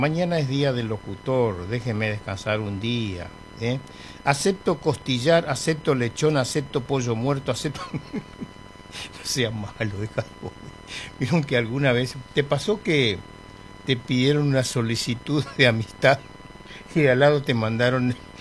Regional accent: Argentina

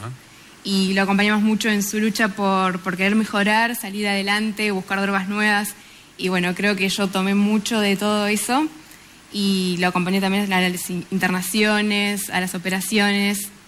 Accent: Argentina; also born or lived in Coronel Pringles, Buenos Aires Province; Ya tiene base argentina, estamos establecidos en Argentina

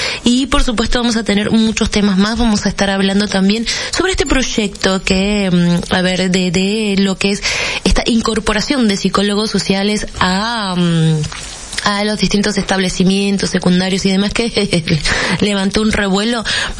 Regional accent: Salta, Argentina; acá somos nosotros los salteños y todos y cada uno de los argentinos en cada rincón del país.

